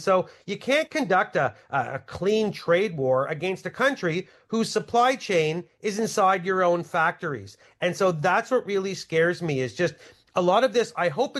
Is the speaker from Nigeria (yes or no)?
no; Canada; I'm Canadian too.